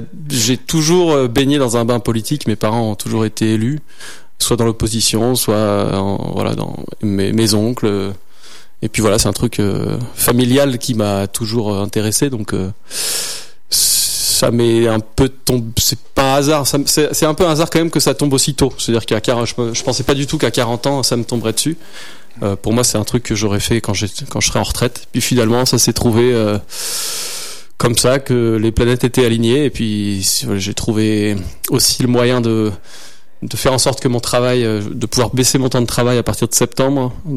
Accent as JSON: {"language": "French", "town": "Grenoble", "region": "Auvergne-Rhône-Alpes", "country": "France", "tie": "born or raised there", "also_born_or_lived": "Saint-Martin-d'Hères / Paris / Dijon", "moved": "as an adult", "lives_now": "Trièves, France", "said": "Je suis grenoblois. Je suis né à Saint-Martin-d'Hères. J'ai grandi à Grenoble et j'ai fait mes études à Grenoble. Et ensuite, je suis parti suivre ma compagne dans différents lieux de France et même plus loin. J'ai habité à Paris, à Dijon, de nouveau à Paris, de nouveau à Grenoble."}